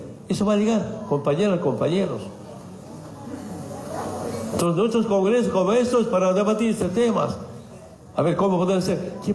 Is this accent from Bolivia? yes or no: yes; Bolivia